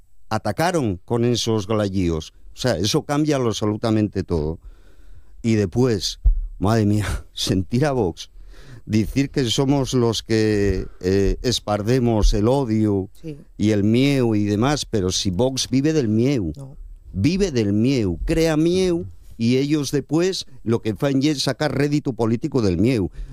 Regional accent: Avilés, Asturias, Spain; a Esther, que ye de Avilés, como yo, también soy de Avilés y fui concejal allí

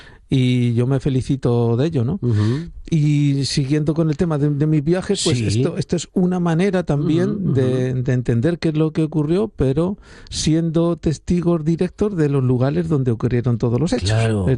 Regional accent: Spain; yo a veces me siento más español allí que aquí.

